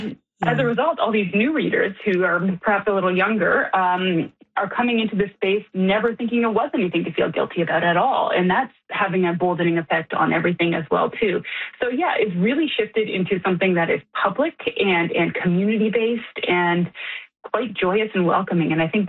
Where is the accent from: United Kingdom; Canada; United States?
Canada